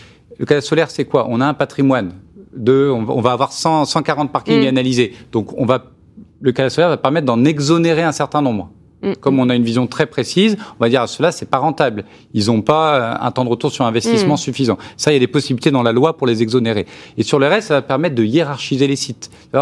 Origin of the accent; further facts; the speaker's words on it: Chambéry, Auvergne-Rhône-Alpes, France; Moi, je viens de Chambéry, il y a pas mal d'endroits qui sont quand même ombrés par les montagnes